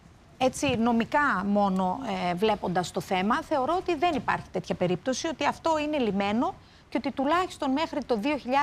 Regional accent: Chania, Crete, Greece; στην πατρίδα μου, στα Χανιά, στην Κρήτη

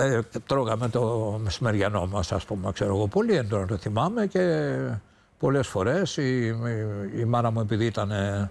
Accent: Chaidari, Attica, Greece; also born or lived in Egaleo; Εγώ γεννήθηκα στο Εγάλαιο και πολύ μικρός, περίπου τα 3 με 3,5 μου χρόνια, μετακόμισε η οικογένειά μου στο Χαϊδάρι και άρα είμαι μεγάλος από το Χαϊδάρι.

